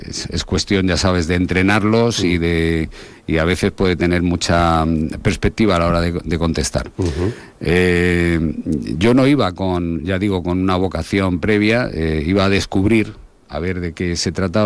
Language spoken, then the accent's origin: Spanish; Ávila, Castile and León, Spain; born there; Con 20, 21 años estuve jugando en los juveniles de un equipo de allí en Ávila.